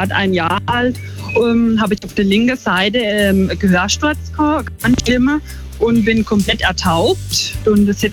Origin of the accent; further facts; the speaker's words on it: Schonach, Baden-Württemberg, Germany; ich komme aus Schonach im Schwarzwald